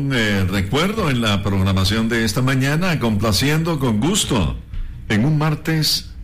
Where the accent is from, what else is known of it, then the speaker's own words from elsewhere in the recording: Mazatenango, Suchitepéquez, Guatemala; Ay, Diosito, allá en mi tierra, Mazatenango.